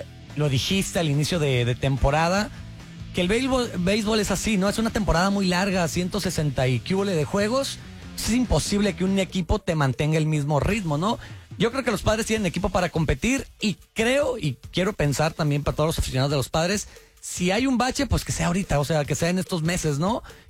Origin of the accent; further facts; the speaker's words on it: Mexico; uno como latino, como mexicano